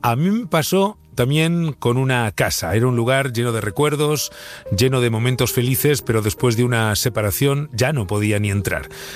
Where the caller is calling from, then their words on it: Cádiz, Andalusia, Spain; buenas noches equipo, corresponsales